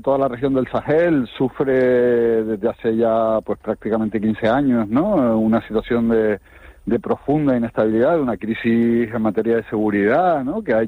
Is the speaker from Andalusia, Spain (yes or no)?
no; Canary Islands, Spain; yo como canario